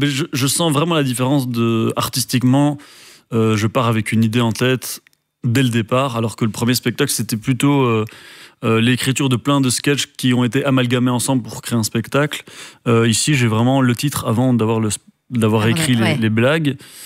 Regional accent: Belgium; Mais donc vraiment il y a du talent et je pense qu'on peut en tant que Belge être fier de tout le talent

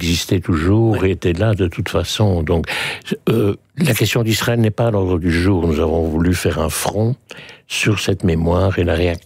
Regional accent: Belgium; born there; also born or lived in Switzerland; je suis né en 1945, en Suisse, effectivement. Et très vite, on est rentré en Belgique, en fait. Je n'ai pas de souvenirs de la Suisse, sauf des photos.

